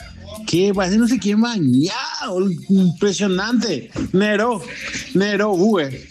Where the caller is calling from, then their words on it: Buenos Aires, Argentina; Estoy haciendo Uber acá en Buenos Aires.